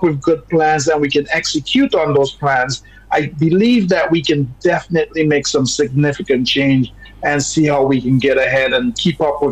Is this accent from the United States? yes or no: no; Dominica; moved away; I am from Dominica and I love my country very much.